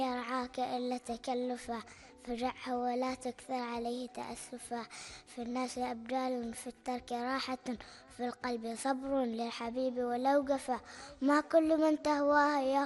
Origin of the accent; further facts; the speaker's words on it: Oman; من بلدي عمان الحبيبة